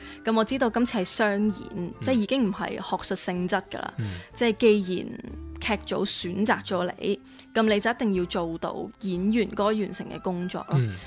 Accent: Macau; 我同麦思玉一样都是土生土长的澳门人跟住

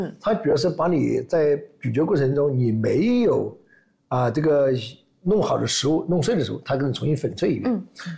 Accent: China; 这是我们中国人的常态，不知道在忙什么

